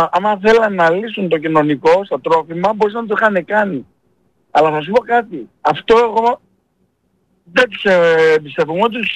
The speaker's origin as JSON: {"language": "Greek", "country": "Greece", "said": "Και δεν το λέω επειδή είμαι Έλληνας, το λέω επειδή λέω την αλήθεια."}